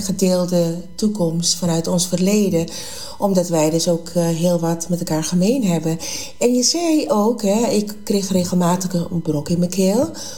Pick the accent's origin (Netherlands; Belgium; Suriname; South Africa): Suriname; moved away; Ik ben toen als kind ook opgegroeid in Suriname.